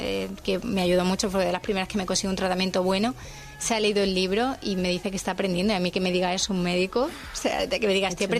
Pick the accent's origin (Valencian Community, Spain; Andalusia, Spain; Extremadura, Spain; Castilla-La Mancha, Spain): Extremadura, Spain; Cáceres; Soy de Cáceres.